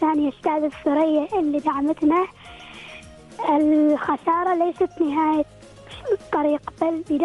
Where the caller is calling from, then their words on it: Ad Dakhiliyah, Oman; … من مدرسة الإيثار من ولاية تربن ومحافظة الداخلية.